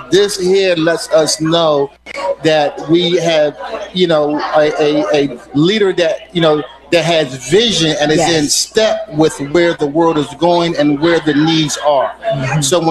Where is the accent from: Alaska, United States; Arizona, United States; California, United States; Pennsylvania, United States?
Pennsylvania, United States; Philadelphia; I'm born and raised in Germantown. I'm from Uptown.